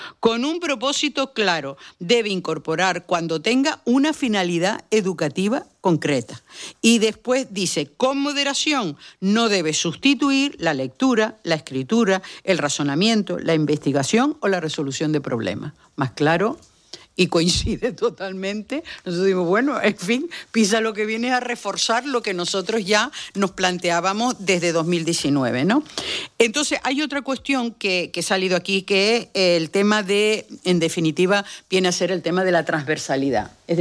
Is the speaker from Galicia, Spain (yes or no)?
no; La Palma, Canary Islands, Spain; que es de mi tierra, de La Palma